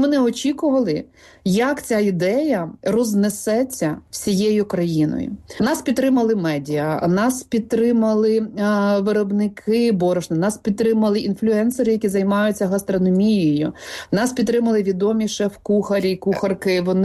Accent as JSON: {"language": "Ukrainian", "region": "Polesia", "country": "Ukraine", "said": "Я з Полісся, і в моєму дитинстві не було тортів, пляцків."}